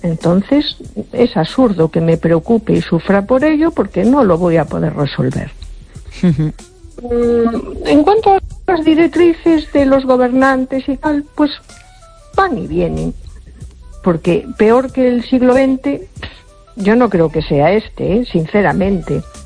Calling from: A Coruña, Galicia, Spain; Hola, buenas noches … de Coruña.

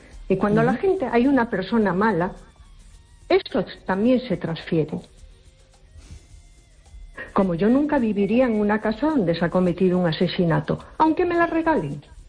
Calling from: A Coruña, Galicia, Spain; No, buenas noches … de Coruña.

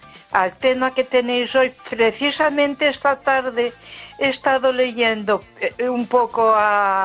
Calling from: Ponferrada, Castile and León, Spain; de Ponferrada.

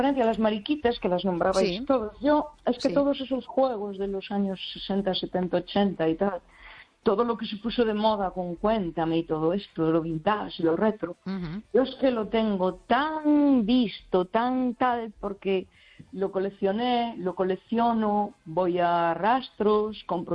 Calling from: Galicia, Spain; del Barbanza.

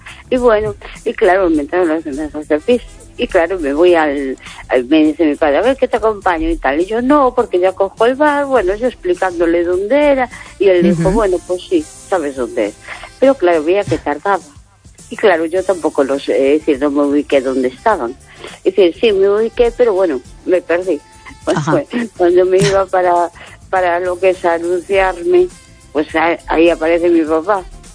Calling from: A Coruña, Galicia, Spain; me considero coruñesa

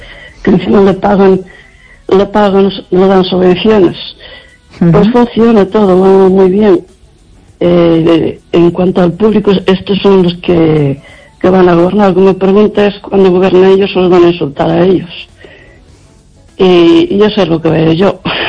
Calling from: Lugo, Galicia, Spain

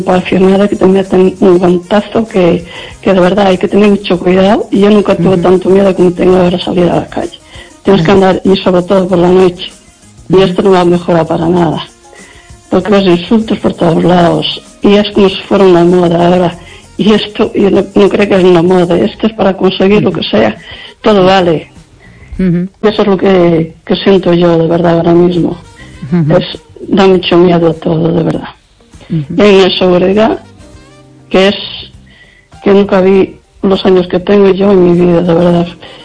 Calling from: Lugo, Galicia, Spain

